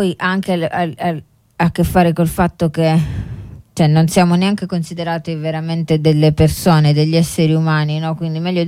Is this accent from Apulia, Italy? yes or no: yes; Apulia, Italy; io sono di origine, sono pugliese, quindi penso che in Puglia non si sia neanche mai arrivati a concettualizzare il decreto 162 sui progetti di vita.